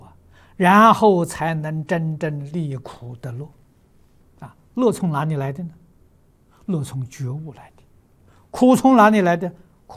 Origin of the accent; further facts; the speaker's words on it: China; 那个佛就是圣人，我们中国人称圣人， 印度人称佛。